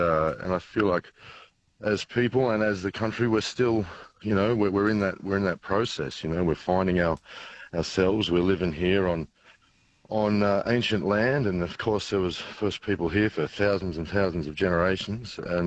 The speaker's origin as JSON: {"language": "English", "region": "New South Wales", "country": "Australia", "tie": "born or raised there", "said": "You know, growing up in the Riverina, to be able to jump in the car and drive north with my brother"}